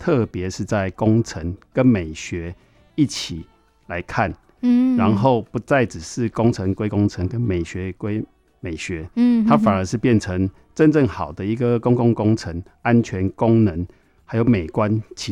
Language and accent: Chinese; Taiwan